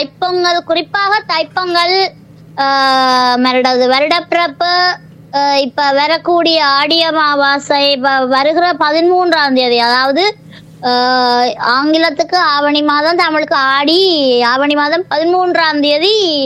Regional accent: Chidambaram, Tamil Nadu, India; moved away as an adult; now in London, United Kingdom; இந்தியாவை சேர்ந்தவர், பூர்வீகம் இந்தியா. சோ அதனால தமிழகத்துல என்னுடைய நான் தமிழகம் சிதம்பரத்துல பிறந்து வளர்ந்தவர்.

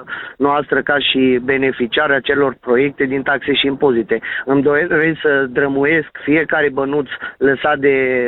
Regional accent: Romania; suntem români

